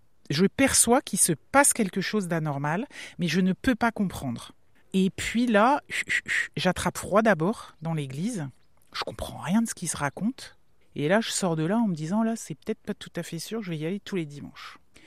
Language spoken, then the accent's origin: French; Saint-Coulitz, Brittany, France; also born or lived in Brest; now in Paris, France; nous sommes à Saint-Coulis, qui est le village de l'enfance, quoi. Mes premiers... Enfin, j'en ai quelques souvenirs un peu d'avant, mais bah, c'est là que je me suis forgée, si je puis dire.